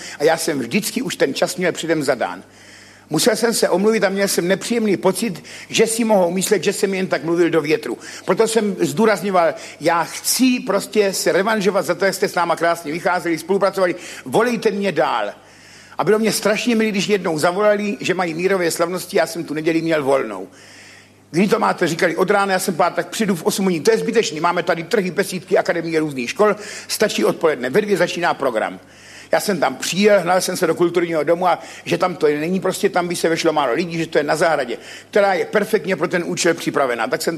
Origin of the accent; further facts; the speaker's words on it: Ivančice, South Moravian Region, Czechia; jsem z Ivančic, ale nepiju.